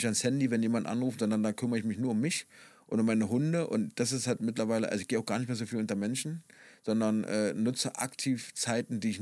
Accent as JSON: {"language": "German", "region": "Berlin", "country": "Germany", "tie": "born or raised there", "said": "ich bin ja damals im Osten in Marzahn-Hellersdorf groß geworden, war ja auch ein raues Pflaster."}